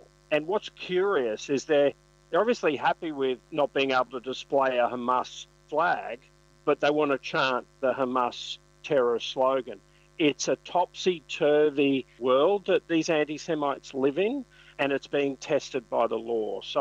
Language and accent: English; Australia